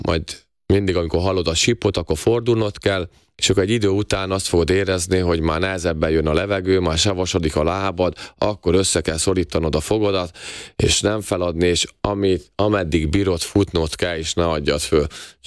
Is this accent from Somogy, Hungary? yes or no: yes; Kaposvár, Somogy, Hungary; Kaposváron születtem, és még 12 évesen az volt az álmom, hogy egyszer a Rákócziba játszhassak